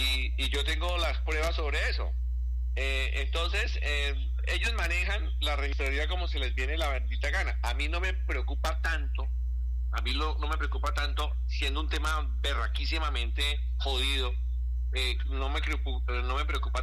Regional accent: Acacías, Meta, Colombia; fui el primer acacireño senador

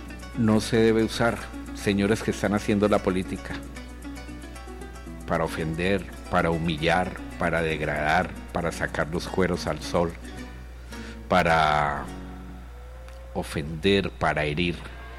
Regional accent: Colombia; somos seres humanos, somos colombianos, somos gente digna.

